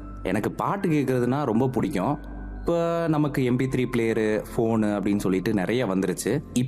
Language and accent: Tamil; Usilampatti, Tamil Nadu, India; என்னோட சொந்த ஊர் உசிலம்பட்டி.